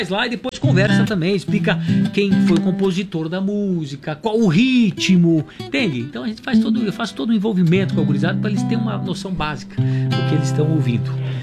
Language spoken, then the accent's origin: Portuguese; Chapecó, Santa Catarina, Brazil; Eu fiz questão de fazer aqui na minha terra natal, porque eu sou daqui.